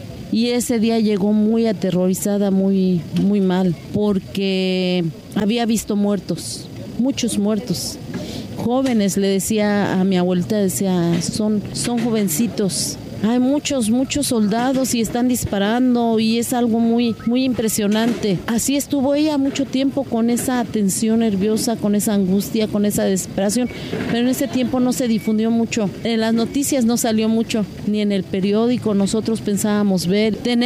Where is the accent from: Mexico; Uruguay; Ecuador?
Mexico; Mexico City; Yo soy del Distrito Federal. Mi casa está muy cerquitas de Tlatelolco, cerca de la Basílica de Guadalupe. Y yo tenía 14 años cuando pasó eso.